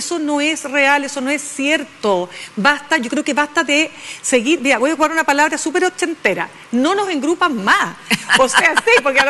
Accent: Venezuela; Pero ¿a dónde me voy si soy venezolano? Es que yo todavía no lo entiendo.

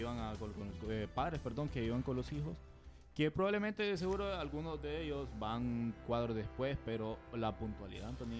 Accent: Honduras; Eso es lo que nos hace hondureños.

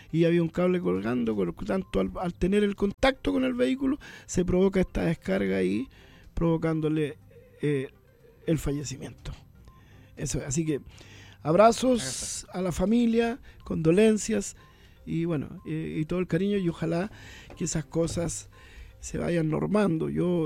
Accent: Chile; Nos va bien a todos los chilenos.

